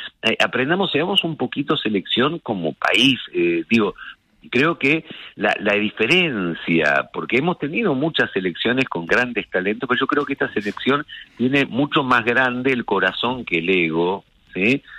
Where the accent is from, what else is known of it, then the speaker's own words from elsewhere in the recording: Argentina; A ver, y en esto hablo como terapeuta, como argentino, como hincha y como padre también.